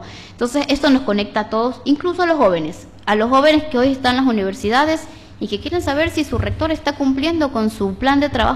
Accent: Ecuador; los ecuatorianos sí tenemos voz

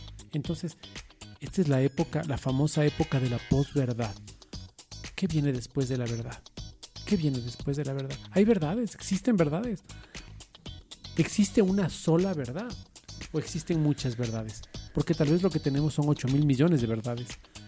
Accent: Ecuador

